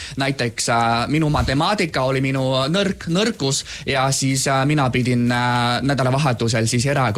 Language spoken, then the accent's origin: Estonian; Beijing, China; No, ma olen üles kasvanud Pekingis ja ma ei mulle olnud ühtegi korda, kus keegi varastas mul midagi